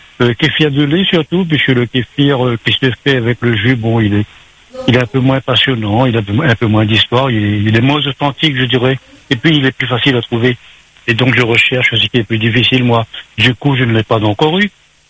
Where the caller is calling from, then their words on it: Saint-Leu, Réunion; je suis sur Saint-Leu